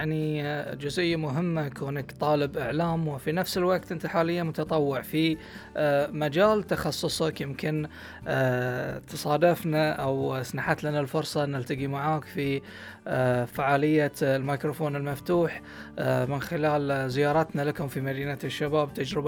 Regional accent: Bahrain; سمة متأصلة في مجتمعنا البحريني

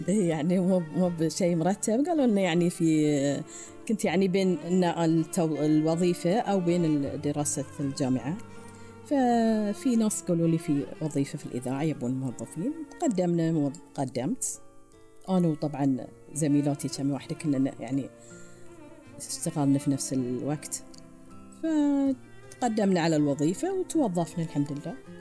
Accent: Muharraq, Muharraq Governorate, Bahrain; طبعا أنا من مواليد الستينات، 64، ولد في المحرق في الحالة فريج الصنقل.

